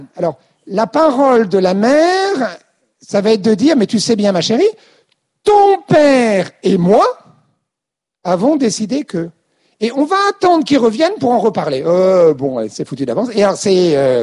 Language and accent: French; Quimper, Brittany, France; moi, j'étais en Bretagne quand j'étais enfant, donc à Quimper, Finistère